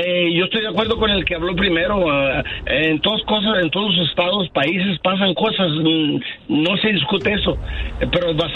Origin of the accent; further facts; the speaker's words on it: Mexico; yo nací en México, viví en México, mi niñez la viví en México, salías tú al pueblo, buenos días, todos te saludaban